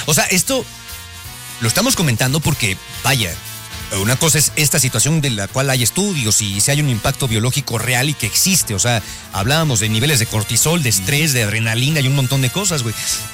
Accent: Yecapixtla, Morelos, Mexico; Marcianos, yo soy de Yecapixtla y en mi colonia la semana pasada sucedió un chisme de esos ruidosos

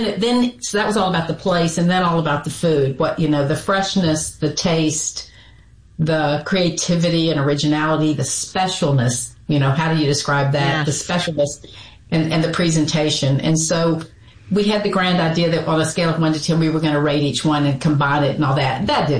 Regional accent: Jackson, Mississippi, United States; also born or lived in Hattiesburg / Memphis / Miami; now in Florida, United States; I grew up in Jackson, went to college in Hattiesburg, moved to Memphis for my 20s for the most part, where I met my husband

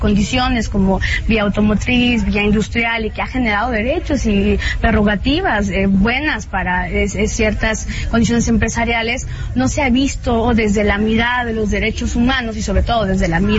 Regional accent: Mexico; donde, como mexicanas principalmente, operamos con las plataformas digitales de Norteamérica

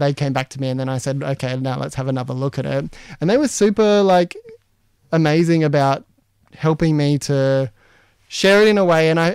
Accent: Katherine, Northern Territory, Australia; I grew up off country in Catherine, and so my family's from New South Wales.

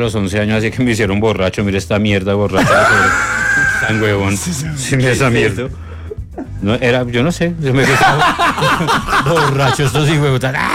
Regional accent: Bogotá, Colombia; Yo me considero Rolo

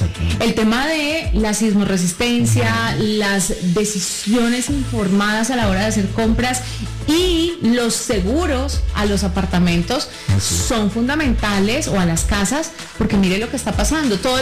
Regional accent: Cali, Valle del Cauca, Colombia; me acaba de mandar mi hermano el video de un edificio donde él y yo crecimos cuando estábamos chiquitos en Cali

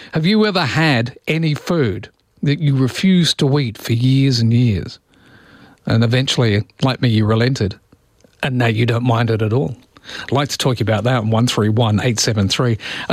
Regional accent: South Africa; When I was in growing super up in league, when I grew up in South Africa, because rugby, you know

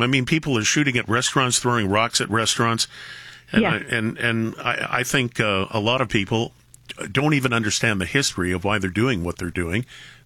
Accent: Toronto, Ontario, Canada; moved away; Yeah, Toronto's my hometown. I haven't lived there in a long time. I would never move back because it's such a it's such a filthy mess right now.

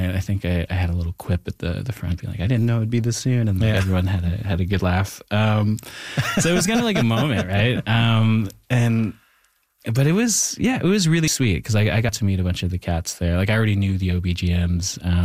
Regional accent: Thunder Bay, Ontario, Canada; And I bring that back even to growing up in Thunder Bay where like, there is like, a lot of tensions between the Indigenous and non-Indigenous communities up there.

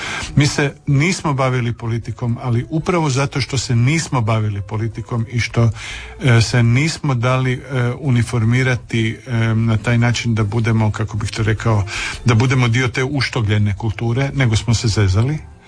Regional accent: Croatia; ja dolazim iz Hrvatske.

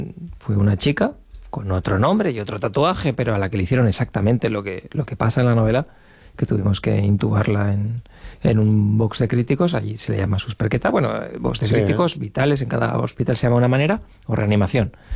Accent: La Rioja, Spain; also born or lived in Zaragoza; now in San Sebastián, Spain; Yo vengo de un pueblecito de La Rioja

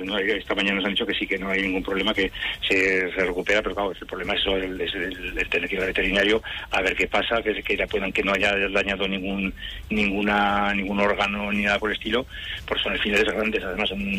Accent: Spain; todos somos españoles aquí, y es la bandera de todos.

